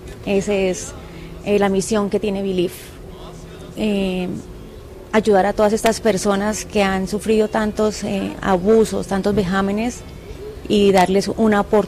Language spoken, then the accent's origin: Spanish; Colombia; de quiénes somos los colombianos.